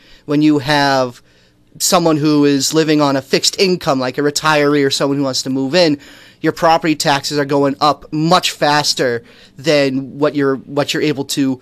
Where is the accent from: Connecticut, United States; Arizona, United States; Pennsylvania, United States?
Connecticut, United States; Woodstock; So I was raised in Woodstock, hometown kid.